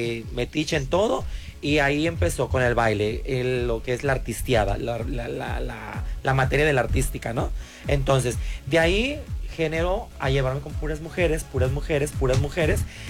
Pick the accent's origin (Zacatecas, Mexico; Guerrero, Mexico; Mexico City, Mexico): Guerrero, Mexico; Acapulco; born there; now in Puerto Vallarta, Mexico; Soy de Acapulco Guerrero, nacida en la ciudad de Acapulco Guerrero en 1978, tengo 48 años, soltera